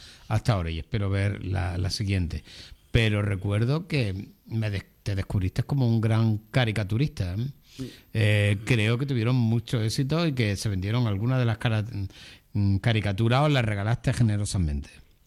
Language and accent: Spanish; Spain; yo te agradezco como español este canto